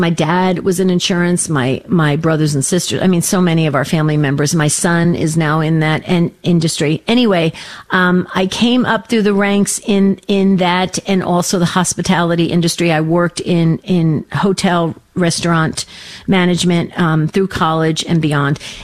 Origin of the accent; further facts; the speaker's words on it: New Jersey, United States; moved away as an adult; now in Arizona, United States; I am Italian. I'm 100% Sicilian. I was born and raised in New Jersey. I live in Arizona because I moved out from New Jersey to come to college in Arizona, and I stayed in Arizona.